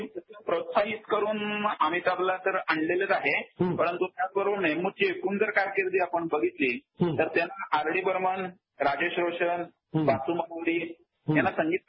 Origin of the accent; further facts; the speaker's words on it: Satara, Maharashtra, India; आम्ही सातारकर आहोत भाग्यवान.